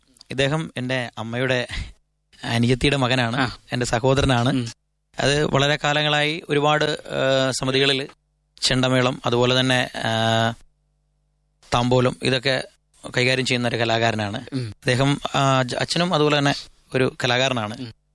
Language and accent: Malayalam; Kerala, India; നമ്മളൊരു അപ്പർ കുട്ടനാട് അല്ലെങ്കിൽ കുട്ടനാട് മേഖലയുമായി ബന്ധപ്പെട്ട ആളുകളാണ്.